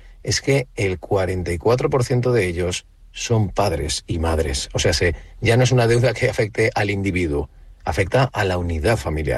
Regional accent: Spain; nosotros normalmente los españoles

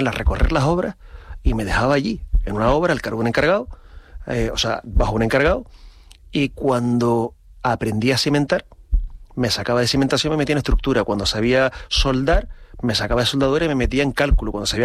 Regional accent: Canary Islands, Spain; now in Gran Canaria, Spain; me siento tan canario que me siento un trocito de cada una de nuestras 8 islas.

